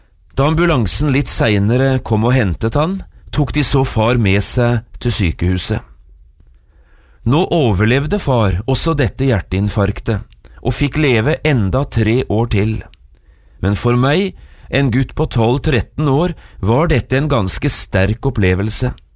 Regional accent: Notodden, Vestfold og Telemark, Norway; i mitt eget barndomshjem, hjemme på Notodden.

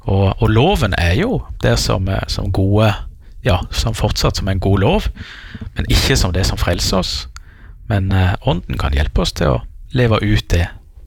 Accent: Rogaland, Norway; Og det kan vi jo forstå litt av her på, både på Sunnmøre og på Jæren der jeg er ifra.

